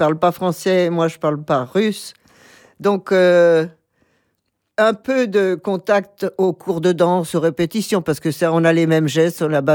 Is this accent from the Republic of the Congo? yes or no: no; France; Cette attitude, je suis française et tout.